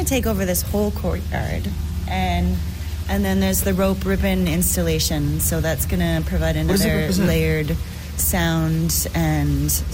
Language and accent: English; Winnipeg, Manitoba, Canada; I'm from Manitoba, Winnipeg.